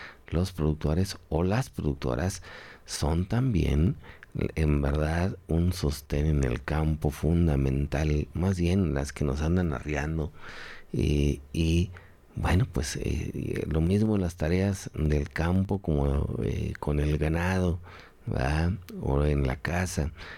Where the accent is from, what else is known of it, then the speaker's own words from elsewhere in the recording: Perales, Zacatecas, Mexico; allá de mi pueblo, de Perales, del Ejido, ¿verdad? De Ejido Perales